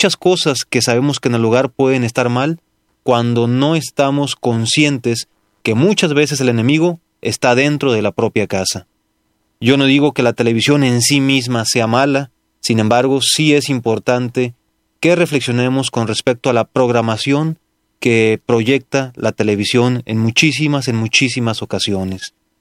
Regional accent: Mexico

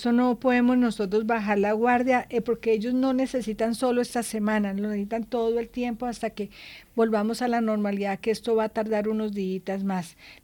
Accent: Colombia

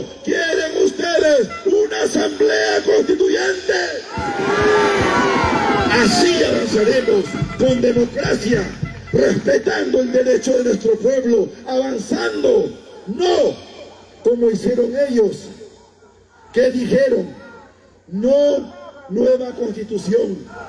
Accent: Peru

